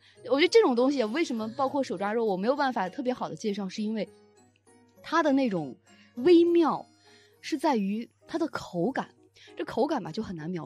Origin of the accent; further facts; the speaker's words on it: Xinjiang, China; 也是我小的时候在新疆中午最爱吃的一种饭啊